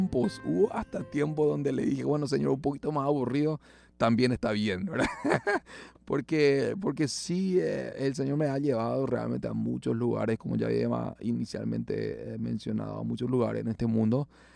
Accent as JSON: {"language": "Spanish", "region": "Asunción", "country": "Paraguay", "tie": "born or raised there"}